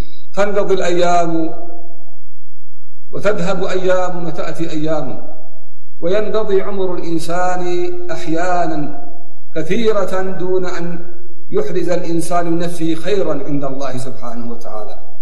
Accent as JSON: {"language": "Arabic", "country": "Yemen", "said": "عندنا في اليمن"}